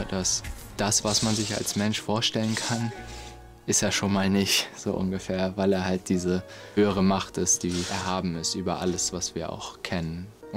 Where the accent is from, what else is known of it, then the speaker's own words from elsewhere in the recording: Hamburg, Germany; Aufgewachsen bin ich im Nordosten Hamburgs als Teil einer Bahai-Familie und auch einer Bahai-Gemeinde.